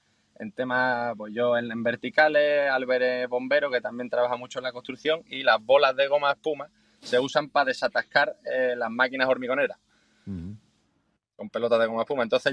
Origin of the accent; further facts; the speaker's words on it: Conil, Andalusia, Spain; born there; now in Jerez, Spain; es de Conil porque nosotros nacimos en Conil y ensayamos en Conil. Yo actualmente vivo en Jerez